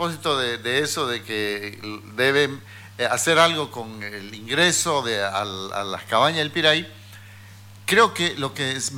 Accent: Santa Cruz de la Sierra, Santa Cruz, Bolivia; born there; Yo soy cruceño, camba, cruceño soy yo. Pues tengo de todo. Yo nací aquí. Nací a una cuadra y media de la Plaza 24 de Septiembre.

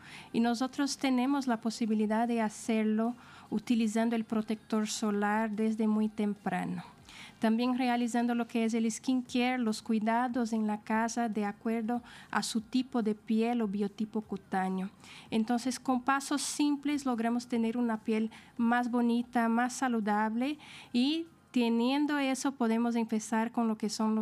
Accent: São Paulo, Brazil; moved away as an adult; now in Santa Cruz de la Sierra, Bolivia; Soy de Brasil, San Paulo, pero vivo hace 9 años en esta ciudad maravillosa

